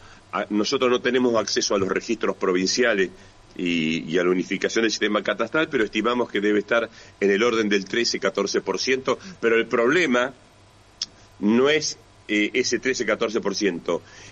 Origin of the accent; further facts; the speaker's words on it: Argentina; Yo quiero seguir siendo argentino.